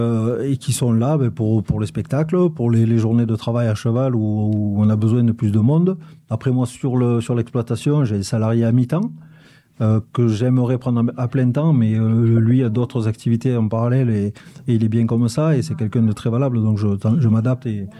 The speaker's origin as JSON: {"language": "French", "town": "La Grande-Motte", "region": "Occitanie", "country": "France", "tie": "born or raised there", "also_born_or_lived": "Montpellier", "said": "Enfin, je suis né à Montpellier, j'ai vécu à la Grande Motte jusqu'à 13-14 ans, j'avais jamais vu un taureau."}